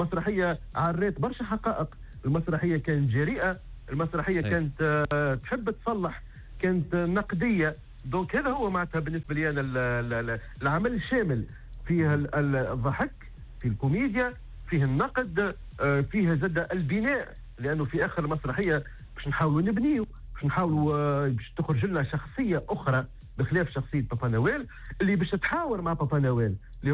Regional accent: Tunisia; نقولوا شنو هي المشاكل اللي عندنا في تونس وكيفاش نصلحوها

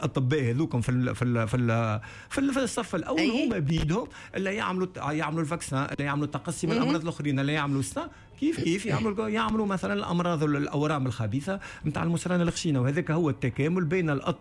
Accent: Tunisia; راهو النظام العائلي اللي عندنا في تونس راهو موجود وأقوى من النظام الموجود في فرنسا

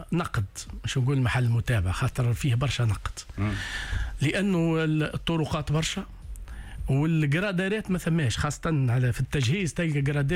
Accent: Tunisia; ومثل ماشي دواء عندنا في تونس يداوي مرض الميلديو

